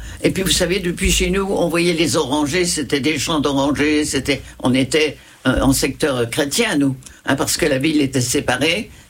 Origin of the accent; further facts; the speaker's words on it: France; moved away as an adult; also born or lived in Beirut, Lebanon; je suis une Française qui rapatrie ses enfants.